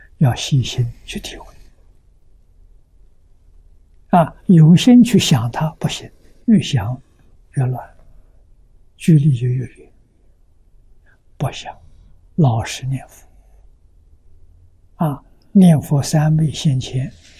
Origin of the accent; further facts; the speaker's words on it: China; 我们中国人